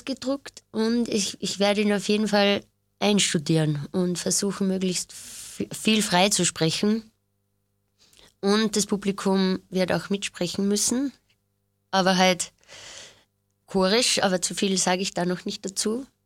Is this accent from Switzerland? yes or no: no; Mauthausen, Upper Austria, Austria; moved away as an adult; also born or lived in Linz; now in Vienna, Austria; Also ich bin in der Nähe von Linz aufgewachsen, Mauthausen, und bin halt in Linz in die Schule gegangen, ins Stiftergymnasium, in den Musikschwerpunkt.